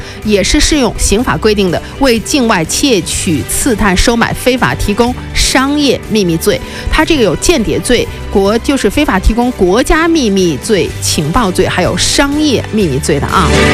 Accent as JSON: {"language": "Chinese", "country": "China", "said": "我们作为中国人"}